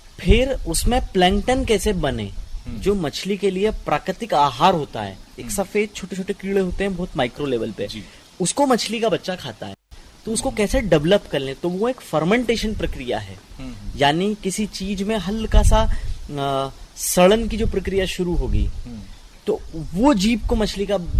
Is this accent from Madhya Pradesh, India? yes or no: yes; Hirapur, Madhya Pradesh, India; मैं ग्राम हीरापुर से हूँ, जिला सीहोर से।